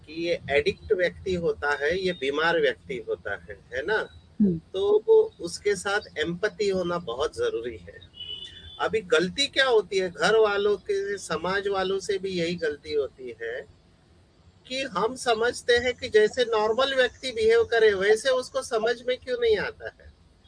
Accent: Maharashtra, India; now in Mumbai, India; हमारे महाराष्ट्र में, अभी मैं मुंबई से हूँ

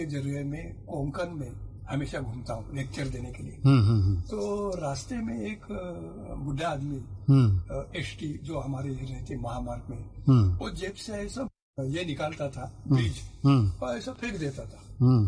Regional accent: Maharashtra, India

